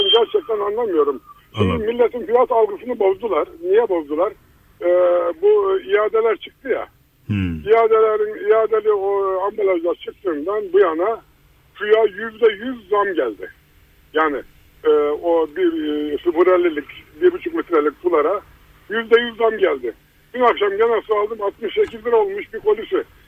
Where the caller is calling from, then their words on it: Ankara, Turkey; Ankara'dan.